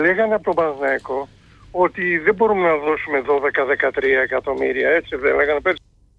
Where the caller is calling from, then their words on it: Attica, Greece; από τα Βόρεια Προάστια. Πρώτη φορά μιλάμε.